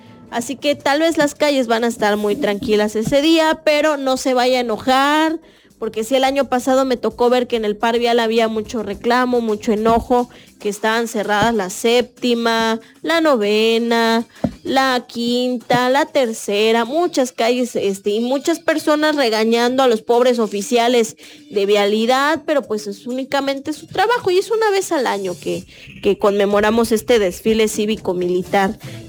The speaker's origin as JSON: {"language": "Spanish", "town": "Tapachula", "region": "Chiapas", "country": "Mexico", "said": "A mí me encanta Tapachula. Yo amo mi tierra, amo disfrutar en las mañanas, ver el volcán."}